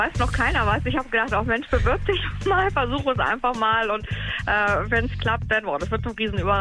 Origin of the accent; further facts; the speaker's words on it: Hanover, Lower Saxony, Germany; also ich bin Hannoveranerin, Ur-Hannoveranerin, genau wie meine Kinder.